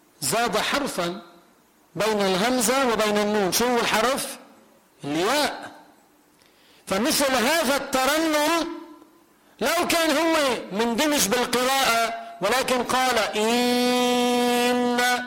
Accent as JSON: {"language": "Arabic", "country": "Lebanon", "said": "مثل ما عندنا بلبنان"}